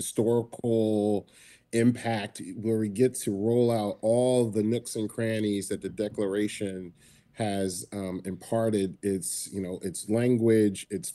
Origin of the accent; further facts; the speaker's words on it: Philadelphia, Pennsylvania, United States; me growing up in West Philly